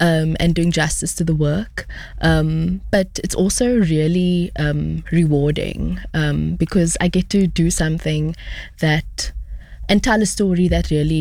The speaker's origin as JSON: {"language": "English", "country": "South Africa", "said": "I come from South Africa"}